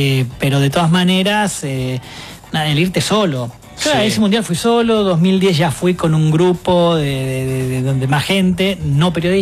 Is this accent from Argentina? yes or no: yes; Argentina